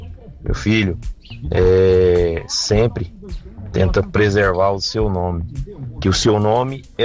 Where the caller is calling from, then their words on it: Goiânia, Goiás, Brazil; sou da Mevangin, Goiânia.